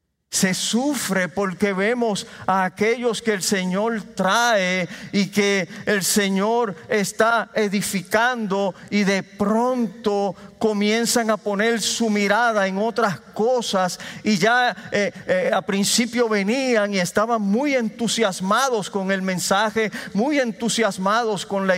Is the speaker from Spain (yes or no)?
no; Caguas, Puerto Rico; Yo estoy convencido que a mi pueblo Caguas Dios haya traído esta iglesia